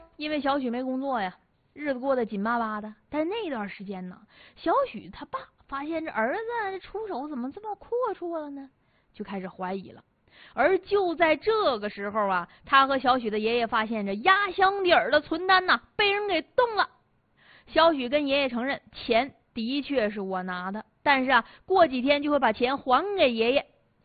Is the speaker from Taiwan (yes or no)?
no; Northeast China, China; 咱们东北人，因为咱们东北气候凉。